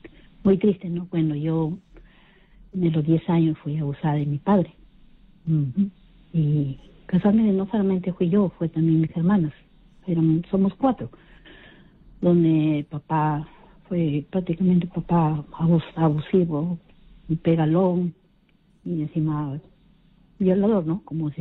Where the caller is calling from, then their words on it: Ventanilla, Callao, Peru; acá vivo en Ipirú, Ventanilla.